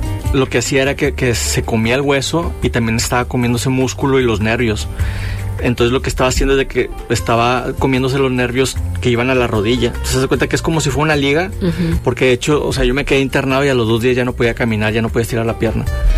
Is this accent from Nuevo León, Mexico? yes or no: yes; Monterrey, Nuevo León, Mexico; un regio orgulloso de ser de aquí